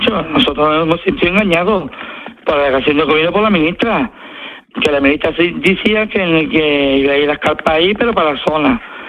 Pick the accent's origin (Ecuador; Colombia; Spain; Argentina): Spain; born there; Yo precisamente soy musulmán y soy español de nacimiento.